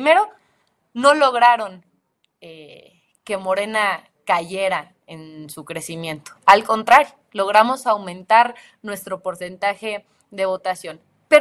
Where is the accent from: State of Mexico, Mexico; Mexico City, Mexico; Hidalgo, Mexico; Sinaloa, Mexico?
Mexico City, Mexico; yo soy de Benito Juárez